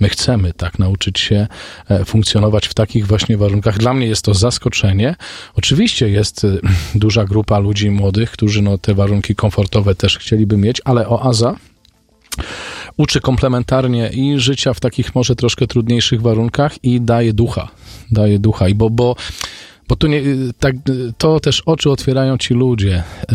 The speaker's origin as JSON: {"language": "Polish", "town": "Lubochnia", "region": "Łódź Voivodeship", "country": "Poland", "said": "pochodzę z niewielkiej wiejskiej parafii z Lubochni koło Tomasza Mazowieckiego"}